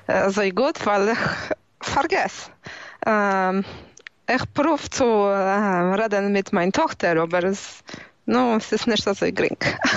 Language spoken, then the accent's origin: German; Kielce, Świętokrzyskie Voivodeship, Poland; born there; Ich bin geboren in Kelz. Wo es ist ein treuriger Platz für jeden, man versteht das.